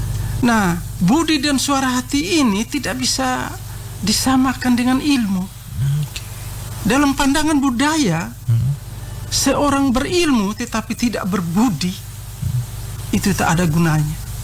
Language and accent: Indonesian; East Nusa Tenggara, Indonesia; Tapi kita mencintai budaya kita sehingga kita mempunyai jati diri kita sebagai orang Ende Lio.